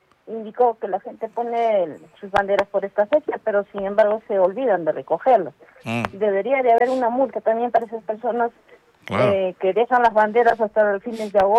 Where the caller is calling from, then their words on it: Arequipa, Peru; yo soy del distrito de Alto Cerro Alegre